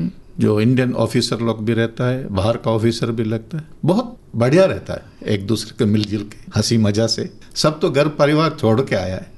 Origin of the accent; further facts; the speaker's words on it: Minicoy, Lakshadweep, India; Hindi is a second language; मैं लक्षद्वीप मिनिको में रहने वाला हूँ।